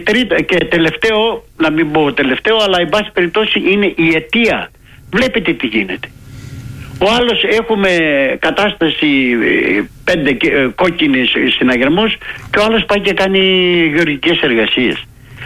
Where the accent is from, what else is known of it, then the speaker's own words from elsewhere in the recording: Eiriniko, Central Macedonia, Greece; Είμαι στο χωριό μου, στο Κλικής, λέγεται Ειρηνικό το χωριό. Εάν ήμουν στην Αθήνα, θα ήμασταν στο στούδιο μαζί.